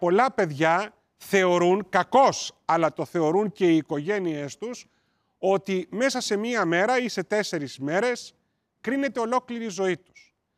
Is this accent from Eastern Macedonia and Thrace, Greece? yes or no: no; Volos, Thessaly, Greece; moved away as an adult; Είναι άλλο πράγμα όταν εγώ έφυγα από το Βόλο για να σπουδάσω στη Θεσσαλονίκη